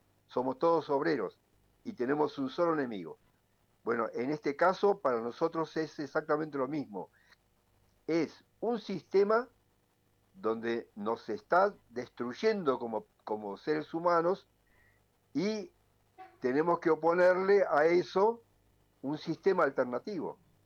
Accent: Burzaco, Buenos Aires Province, Argentina; also born or lived in Frías, Santiago del Estero; yo me tuve que criar en Bursaco

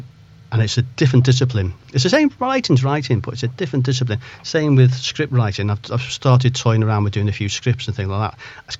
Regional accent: Chester, North West England, United Kingdom; also born or lived in Barrow-in-Furness / Ulverston; now in Liverpool, United Kingdom; I'm actually from Chester. I've lived in Liverpool for quite a few years

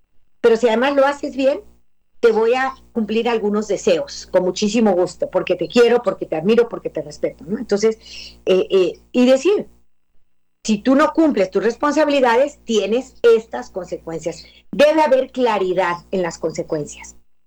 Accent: La Paz, Baja California Sur, Mexico; estaban de misioneros en La Paz, Baja California, donde yo nací y viví mis primeros años.

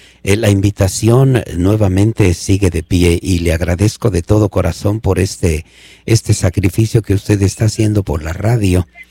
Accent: Mexico; now in Fresno area, United States; yo soy mexicano

